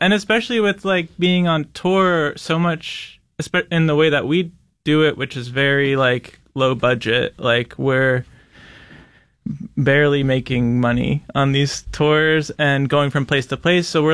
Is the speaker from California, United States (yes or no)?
no; New Jersey, United States; moved away as an adult; now in Rochester, United States; I'm from New Jersey originally. Mm-hmm. Like, upstate, and I moved here like 10 years ago or so